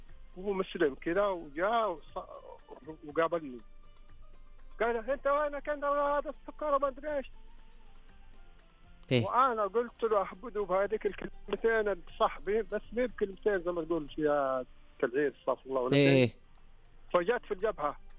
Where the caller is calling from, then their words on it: Riyadh, Riyadh Province, Saudi Arabia; والله طالع من الرياض راجع البيت بعد الدوام.